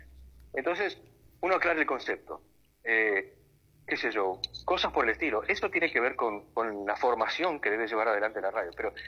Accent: Argentina

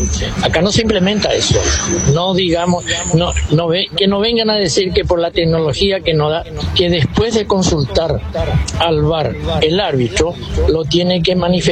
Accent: San Lorenzo, Central, Paraguay

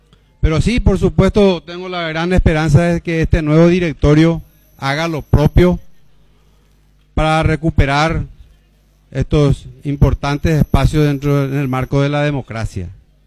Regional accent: San Pedro de Ycuamandiyú, San Pedro, Paraguay; yo soy de San Pedro

